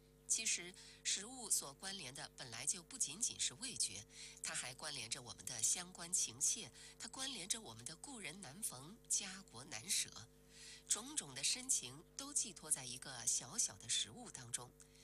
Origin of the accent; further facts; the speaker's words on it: China